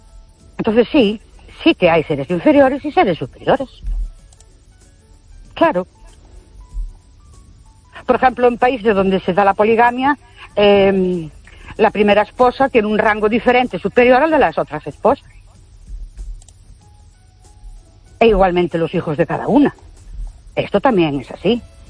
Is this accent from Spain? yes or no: yes; Ourense, Galicia, Spain; Buenas noches … de Ourense